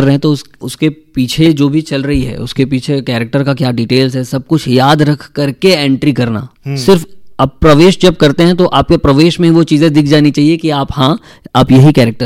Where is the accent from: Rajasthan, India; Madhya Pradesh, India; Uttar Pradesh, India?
Uttar Pradesh, India; Varanasi; मैं कहता हूँ कि मैं वाराणसी से आता हूँ या बनारस से मैंने शिक्षा ली